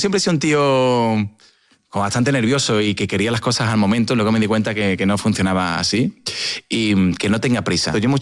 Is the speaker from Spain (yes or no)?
yes; Seville, Andalusia, Spain; porque todo el mundo sabe que yo soy de Sevilla y soy de una ciudad que sigue con mucha pasión.